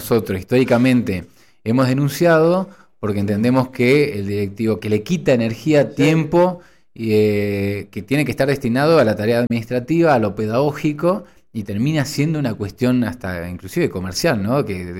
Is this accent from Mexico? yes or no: no; Entre Ríos, Argentina; yo soy de Isla del Ibicuí